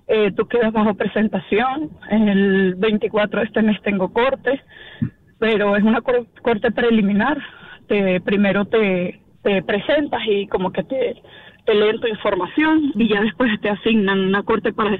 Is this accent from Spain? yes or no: no; Venezuela; now in United States; Actualmente yo tengo asilo pendiente, soy de Venezuela y tengo casi 8 años aquí.